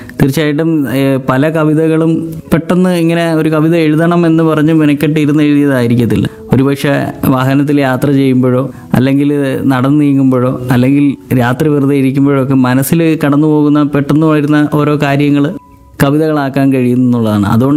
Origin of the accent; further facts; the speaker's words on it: Kollam, Kerala, India; also born or lived in Tamil Nadu; അമ്മയുടെ സ്ഥലം നാഗർകോവിലാണ്. ഞാൻ ജനിച്ചത് തമിഴ്നാട്ടിലാണ്, എങ്കിലും ഞാനിവിടെ കൊല്ലത്ത് താമരക്കുളം സ്വദേശിയാണ്. നിലവിൽ ഞാൻ താമസിക്കുന്നത് അഞ്ചാലുംമൂട്ടാണ്.